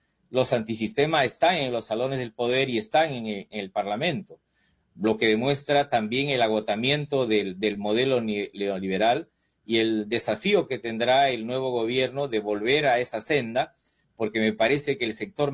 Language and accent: Spanish; Huánuco, Peru; en el Alto Gualiaga y Huánuco, que es de donde yo vengo.